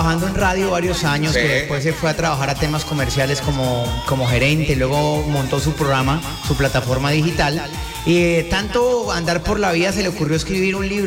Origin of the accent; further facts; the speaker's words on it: Bucaramanga, Santander, Colombia; yo soy de Bucaramanga